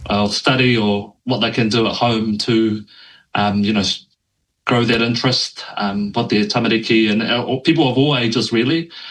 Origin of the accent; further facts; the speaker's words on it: Tauranga, Bay of Plenty, New Zealand; moved away as an adult; also born or lived in Auckland; I'm a junior Māori indie game developer. I'm from Tauranga, but I lived in Auckland studying game design, and I've actually graduated last year.